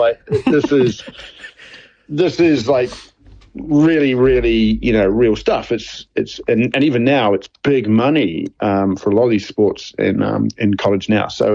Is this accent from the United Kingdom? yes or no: no; New Zealand; but like growing up in New Zealand, they were kind of like, hey, you know, settle down